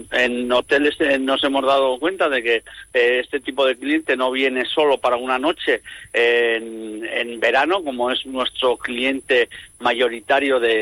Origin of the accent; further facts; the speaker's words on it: La Rioja, Spain; Somos una comunidad tan pequeñita que da lo mismo estar en Ezcaray que está en Arnedillo